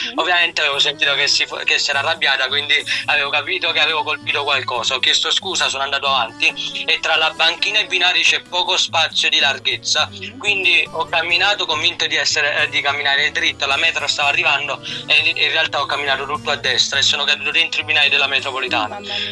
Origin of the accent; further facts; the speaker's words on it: Naples, Campania, Italy; io ho 23 anni, sono napoletano